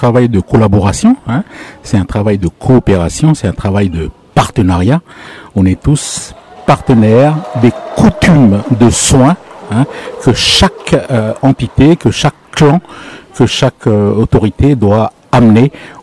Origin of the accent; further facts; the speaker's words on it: Lifou, Loyalty Islands Province, New Caledonia; Donc, nous sommes des Mélanésien. Moi, je suis mélanésien d'origine de l'Ifou.